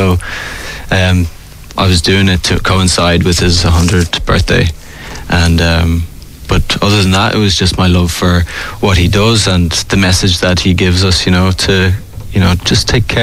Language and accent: English; Arklow, Leinster, Ireland; moved away as an adult; now in Dublin, Ireland; From Arklow.